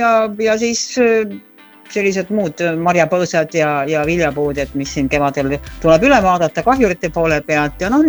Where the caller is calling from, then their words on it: Pärnu County, Estonia; siin Pärnu maakonnast, kus te mind kätte saite, hetke tagasi paistis päike, praegu on pilves ja just tulin aiatöödelt, elan maapiirkonnas ja oman aiamaad.